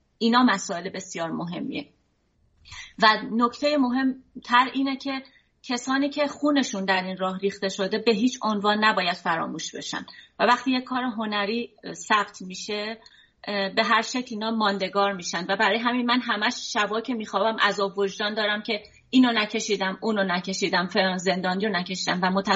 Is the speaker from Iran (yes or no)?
yes; Iran; moved away; همه ما به دلایلی بیرون از ایران هستیم،